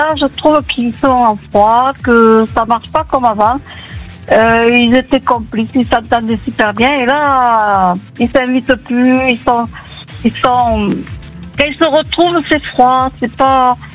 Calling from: Toulouse, Occitanie, France; J'appelle de la banlieue toulousaine.

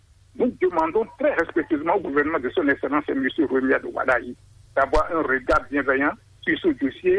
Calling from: Abomey-Calavi, Atlantique, Benin; Je vous appelle depuis Ouamé.

